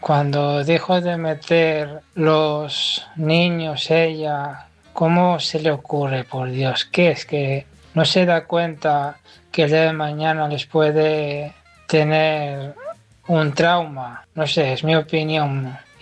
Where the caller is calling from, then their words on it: Asturias, Spain; de Asturias.